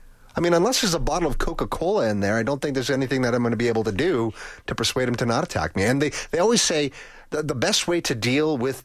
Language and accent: English; Churchill, Manitoba, Canada; I tell them that I grew up in Churchill, Manitoba. And we would encounter polar bears on the streets in town on our way to school.